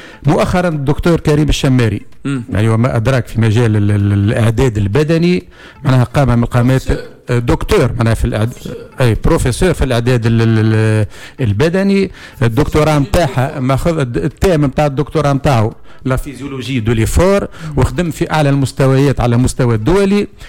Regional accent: Béja, Tunisia; نحب نعاونوا باجا خاطر ايكيب من من من حومتنا ومن جهتنا

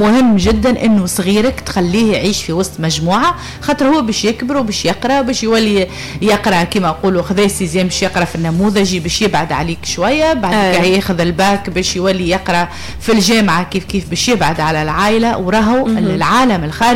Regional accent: Tunisia; عنا الكشافه التونسيه

